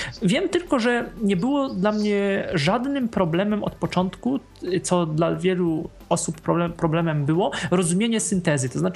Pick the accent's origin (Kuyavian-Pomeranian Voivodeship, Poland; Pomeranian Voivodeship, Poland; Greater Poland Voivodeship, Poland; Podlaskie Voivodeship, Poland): Greater Poland Voivodeship, Poland; Poznań; jestem z Poznania